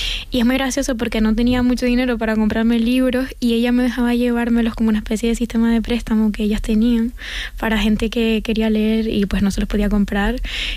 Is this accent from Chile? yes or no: no; Canary Islands, Spain; nos han contado siempre desde dentro y fuera de Canarias que nuestra forma de hablar es inadecuada y la tenemos que corregir